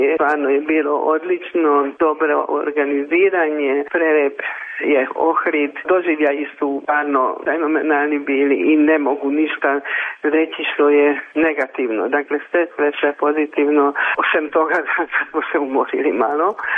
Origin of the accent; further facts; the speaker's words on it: Hungary; jedino mi smo bili iz Mađarske, dakle nije bila van zemlje nikakva grupa